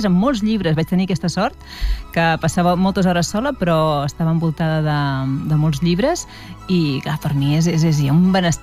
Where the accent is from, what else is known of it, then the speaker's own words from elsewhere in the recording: Vilafranca del Penedès, Catalonia, Spain; also born or lived in Barcelona; Vam marxar de Barcelona per feina, suposo, per feina del meu pare. Sí, sí, vam anar a parar a Vilafranca